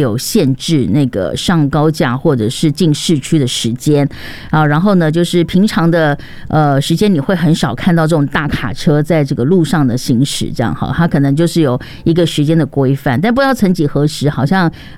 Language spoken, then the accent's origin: Chinese; Taipei, Taiwan; 因为我是就是百分百的台北人啦，我从小就出生在台北哈，读书也在台北，结婚也在台北，我没有出过外县市，我都在台北。